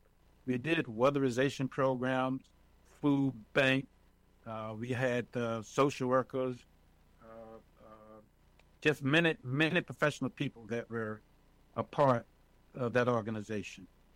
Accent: Norfolk, Virginia, United States; moved away as an adult; also born or lived in New York; And basically, I grew up in Norfolk, Virginia. And I left Virginia after graduating from Norfolk State in 1970.

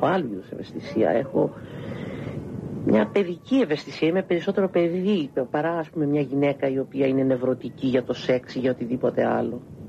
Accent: Greece; accent: Greek; moved away; also born or lived in Southern United States; είμαι Ελληνίδα και μιλώ με προφορά ελληνική όταν ήμουν στην Αμερική.

